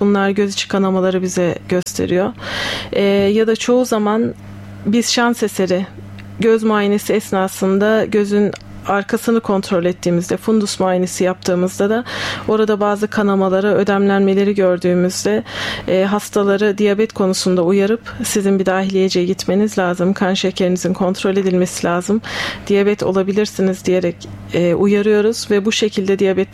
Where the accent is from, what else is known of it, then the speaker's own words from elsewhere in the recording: Ankara, Turkey; born there; Ankara doğumluyum. Ankara Fen Lisesi'nden mezunum.